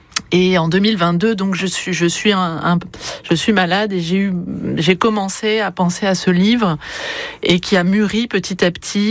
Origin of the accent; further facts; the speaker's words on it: Sarlat, Nouvelle-Aquitaine, France; also born or lived in Beynac; nous habitions en face du château des Milandes avec mes parents, à Beznac, un petit village, et je suis née à Sarlat.